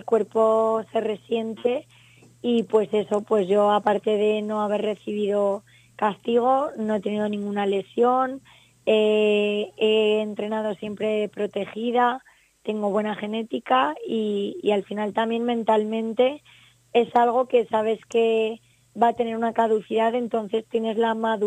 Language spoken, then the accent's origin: Spanish; Aragon, Spain; el placer es mío de representar mi tierra